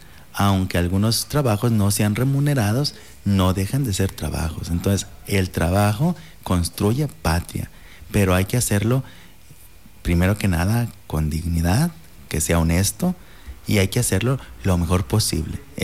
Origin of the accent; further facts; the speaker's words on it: Mexico; Nosotros como mexicanos